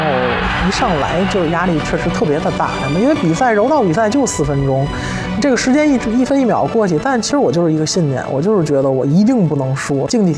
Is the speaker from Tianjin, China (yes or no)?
yes; Tianjin, China; 我们作为一个土生土长天津人